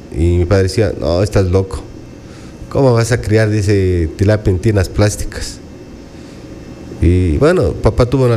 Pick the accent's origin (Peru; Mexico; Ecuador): Ecuador; Zamora, Zamora-Chinchipe; also born or lived in Spain; yo soy zamorano, ya tengo 51 años recién cumpliditos